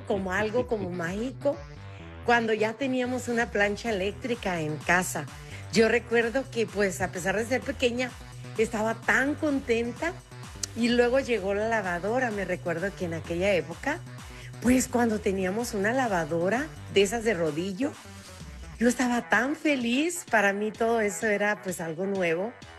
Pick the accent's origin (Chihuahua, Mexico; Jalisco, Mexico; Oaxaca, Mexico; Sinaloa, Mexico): Sinaloa, Mexico; moved away; Yo soy de México, de un pueblito de Sinaloa.